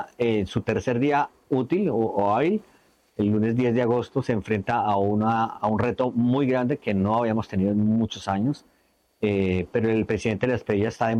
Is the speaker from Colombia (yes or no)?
yes; Colombia; ha sido muy doloroso ver lo que está pasando en mi país. Sin embargo, los colombianos somos muy resilientes